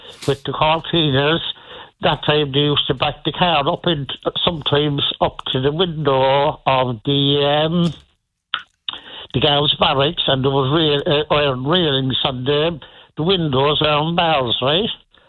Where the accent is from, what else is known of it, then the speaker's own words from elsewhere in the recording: Cork, Munster, Ireland; born there; I do. I was born in Cork City in a very unusual place.